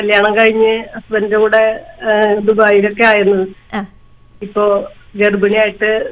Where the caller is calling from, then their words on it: Mangad, Kerala, India; കുന്നംകുളം, അടുത്ത് മങ്ങാട് എന്ന് പറയും.